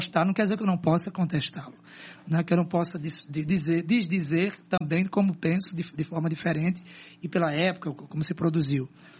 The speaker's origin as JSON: {"language": "Portuguese", "town": "Paulo Afonso", "region": "Bahia", "country": "Brazil", "said": "Eu sou de Paulo Afonso, na Bahia."}